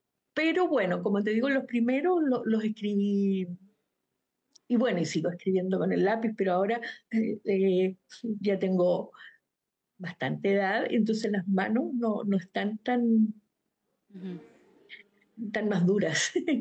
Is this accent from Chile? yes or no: yes; Chile; moved away as an adult; also born or lived in Sweden; Solo fue cuando volví y conocí lo que estaba pasando en Chile